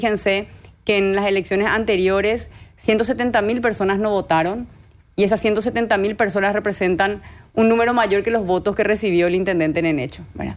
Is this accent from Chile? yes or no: no; Asunción, Paraguay; Como hija de esta ciudad, nací, crecí, me malcrié en Asunción